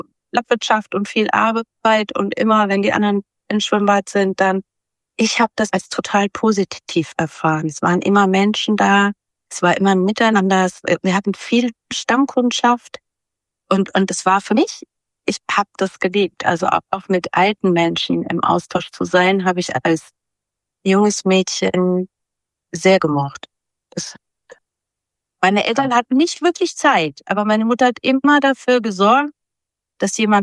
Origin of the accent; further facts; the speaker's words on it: Weilmünster, Hesse, Germany; also born or lived in near Wetzlar; Ich bin auch in Wallmünster geboren und ich sollte auch da wieder eingeschult werden.